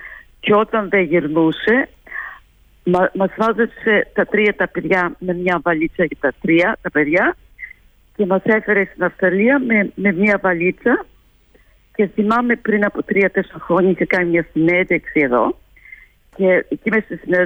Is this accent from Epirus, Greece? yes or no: no; Anemotia, North Aegean, Greece; moved away; Και το χωριό μου το πολύ το αγάπησα.